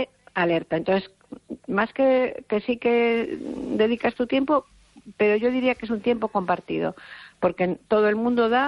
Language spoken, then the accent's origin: Galician; Pontevedra, Galicia, Spain; Galician is a second language; also born or lived in Bilbao; cando puiden vir para Galicia, que son de Pontevedra, o primeiro que fixen foi aprender o galego que non sabía